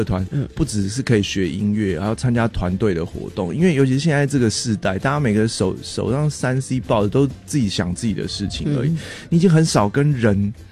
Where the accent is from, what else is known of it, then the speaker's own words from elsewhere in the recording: Taiwan; moved away as an adult; 我在台湾长大